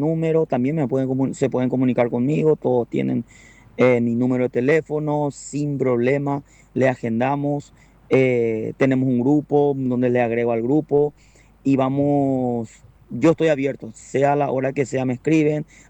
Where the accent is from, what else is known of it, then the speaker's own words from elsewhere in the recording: Filadelfia, Boquerón, Paraguay; hoy en día nosotros como que somos de Filadelfia